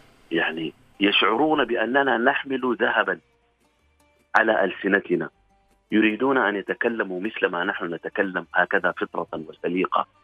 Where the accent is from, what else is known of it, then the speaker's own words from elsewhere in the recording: Sudan; نحن يحد السودان 8 دول.